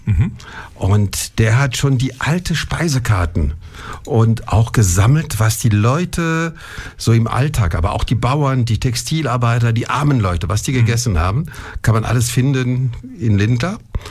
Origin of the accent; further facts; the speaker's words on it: Grand Est, France; Die Natur, weil sie erinnert mich an meine Heimat.